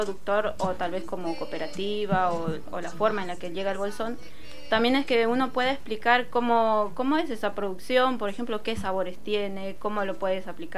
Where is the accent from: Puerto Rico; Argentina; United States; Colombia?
Argentina; La Plata, Buenos Aires Province; also born or lived in Bolivia; Yo vine desde Bolivia muy chiquitita. Crecí aquí en Abasto, La Plata. Y ser platense para mí significa crecer alrededor de la producción.